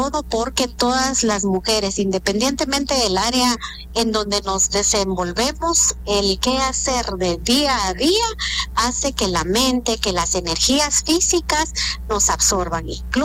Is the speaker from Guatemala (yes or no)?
yes; Huehuetenango, Guatemala; especialmente de donde soy originaria, del área norte de Huehuetenango.